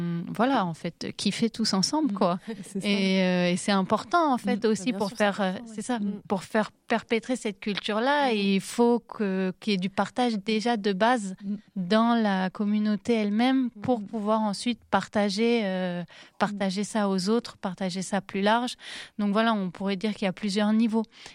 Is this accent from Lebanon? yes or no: yes; Lebanon; moi personnellement, je ne suis pas palestinienne, je suis libanaise